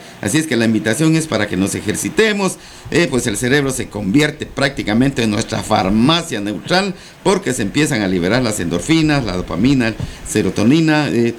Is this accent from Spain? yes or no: no; Barberena, Santa Rosa, Guatemala; born there; yo nací en Barberena, Santa Rosa